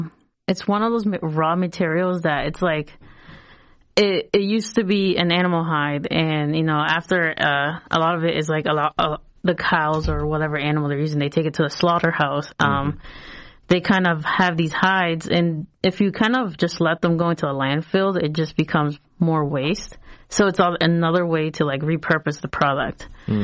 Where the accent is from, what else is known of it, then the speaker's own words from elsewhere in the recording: Boston, Massachusetts, United States; inspiration came from growing up in East Boston and being one of the first Latin families within the mm-hmm. Italian community.